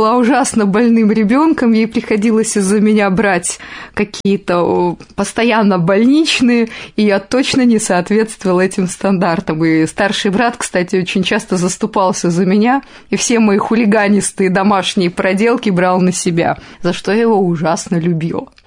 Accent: Bishkek, Kyrgyzstan; born there; Сначала я родилась во Фрунзе в семье офицера, кадрового офицера и учительницы.

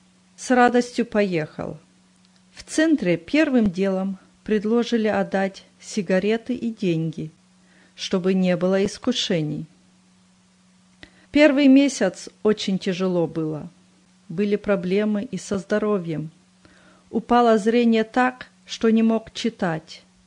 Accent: Western Ukraine, Ukraine; Родился я в Западной Украине в семье глухих. Родители были неверующие. Жили мы в общежитии, где в одной комнате проживало две семьи.

